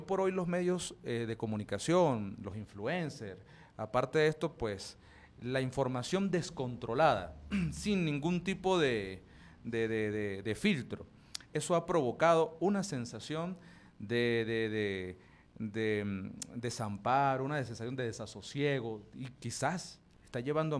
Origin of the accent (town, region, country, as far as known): Venezuela